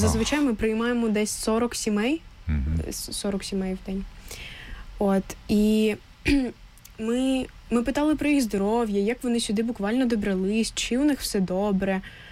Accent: Sloviansk, Donetsk Oblast, Ukraine; Я зі Слов'янська, так.

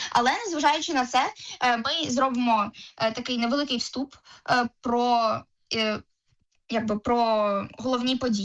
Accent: Enerhodar, Zaporizhzhia Oblast, Ukraine; Я сама не з Києва, я з Енергодару, тому це було таке дуже велике adventure, як це сказати українською.

